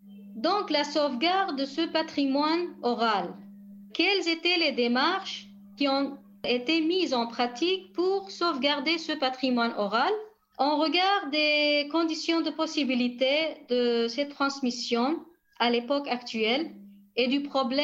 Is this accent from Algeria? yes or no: no; Rojava, Syria; Ici, chez nous, au Rojava